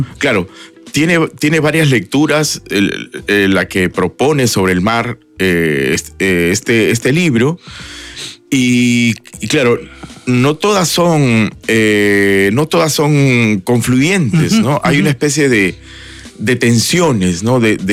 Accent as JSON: {"language": "Spanish", "country": "Peru", "said": "nosotros como peruanos"}